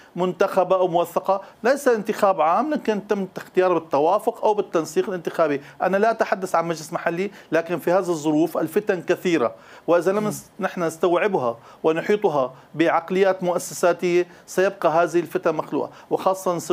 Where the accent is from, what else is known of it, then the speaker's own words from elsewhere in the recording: Darayya, Rif Dimashq, Syria; أنا ابن مدينة دارية،